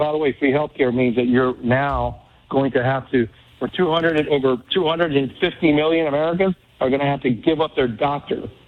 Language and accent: English; Cuba; now in United States